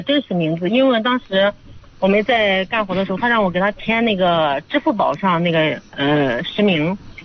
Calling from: Yuncheng, Shanxi, China; 我是咱们运城的。

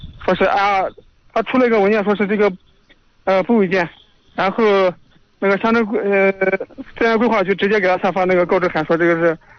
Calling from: Hejin, Shanxi, China; 我是河津青涧的。

